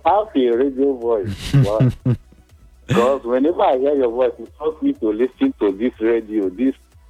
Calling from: Abuja, Federal Capital Territory, Nigeria; calling from Gudu.

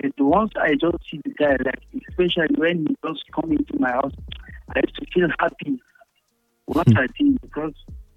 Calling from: Federal Capital Territory, Nigeria; from Waru.

